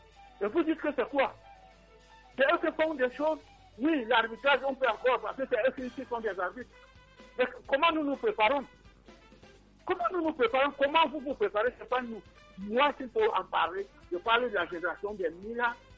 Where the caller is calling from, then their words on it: Cameroon; je suis français camerounais.